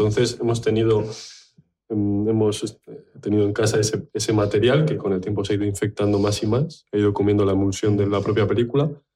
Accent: Getxo, Basque Country, Spain; soy de Algorta, entonces y vivo cerquita de aquí

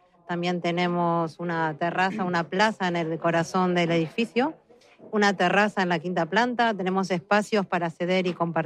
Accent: Argentina; now in Bilbao, Spain; Mi apellido es italiano porque mis abuelos eran italianos, pero yo soy argentina, nací en Argentina. Y hace 26 años que vivo en Bilbao.

